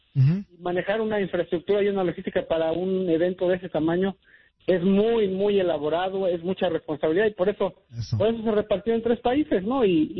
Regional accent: Mexico City, Mexico; Tengo mis memorias de la radio allá en México, yo soy de la Ciudad de México.

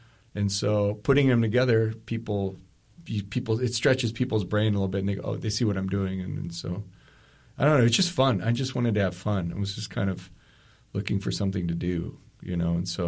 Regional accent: Kotzebue, Alaska, United States; now in Anchorage, United States; I'm born and raised in Kotzebue. I've lived in Anchorage for about 30 years now

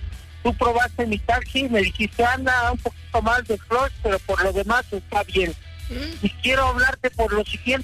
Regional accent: Cuautitlán Izcalli, State of Mexico, Mexico; decirle que yo también soy de Cuautitlán Izcalli.

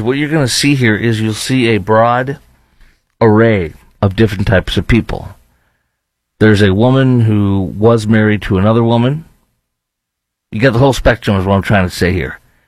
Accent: Chicago, Illinois, United States; now in Indiana, United States; See, I'm a Midwest guy, born and raised in Chicago, but you know when I'm here, our fall sucks.

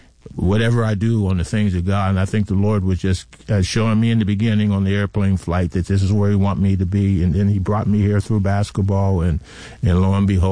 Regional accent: East Liverpool, Ohio, United States; moved away as an adult; East Liverpool, Ohio is my hometown.

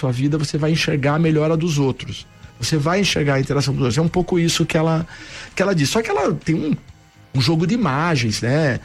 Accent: Curitiba, Paraná, Brazil; que eu morei, eu nasci na Vila Cubas, depois a família toda no Novo Mundo, que a gente era todos os vizinhos ali

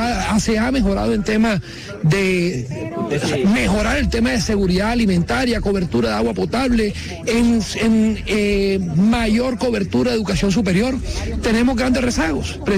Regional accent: Córdoba, Colombia; De verdad que todas nuestras esperanzas como costeños, como cordobeses, están puestas en que podamos trabajar de manera conjunta

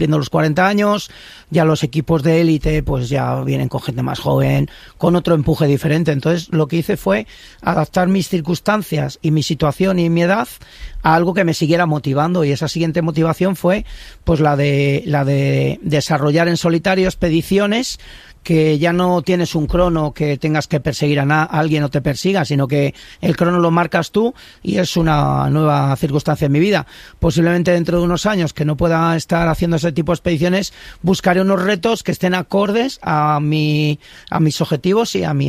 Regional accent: Íscar, Castile and León, Spain; Eso curte, sí, es un territorio duro. Soy castellano y ahí nos hacemos duros.

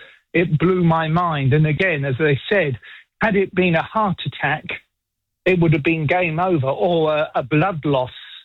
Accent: United Kingdom; I'm British and I've encountered this globally

